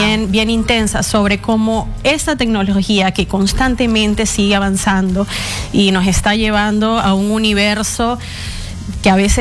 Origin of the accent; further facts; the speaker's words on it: Venezuela; No, soy venezolana.